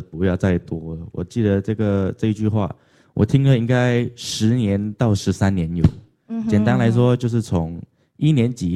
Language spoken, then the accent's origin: Chinese; Malaysia; moved away as an adult; now in Taiwan; 像我是马来西亚人嘛，我现在来到台湾读书